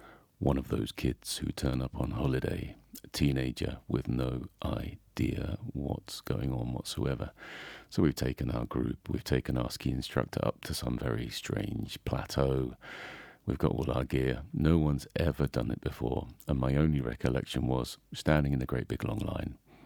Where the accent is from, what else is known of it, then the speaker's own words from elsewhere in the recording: England, United Kingdom; now in Zell am See, Austria; I'm actually from England. I'm a ski instructor in Zellamzee in Salzburgerland.